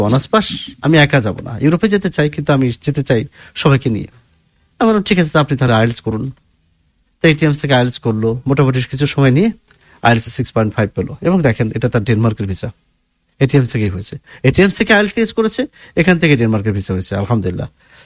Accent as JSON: {"language": "Bangla", "town": "Kushtia", "region": "Khulna Division", "country": "Bangladesh", "tie": "born or raised there", "said": "আমার বাড়ি কুষ্টিয়াতে, তো আমার বাড়ি যেখানে তার কাছেই ঠিক আরেকজনের বাড়ি"}